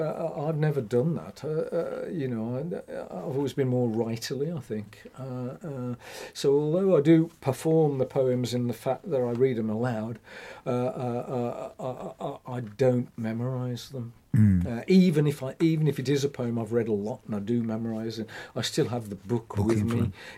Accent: West Midlands, United Kingdom; accent: Black Country; And I was born on the Saltwells Estate, just across the other side of the woods from where we are now in the Merry Hill Centre. So it was very Black Country

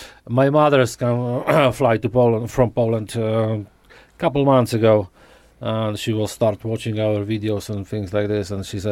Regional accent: Hereford, West Midlands, United Kingdom; I'm from Hereford

